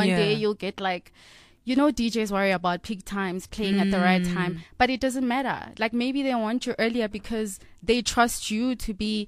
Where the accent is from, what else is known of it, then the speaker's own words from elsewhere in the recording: Polokwane, Limpopo, South Africa; I'm from Polokwane.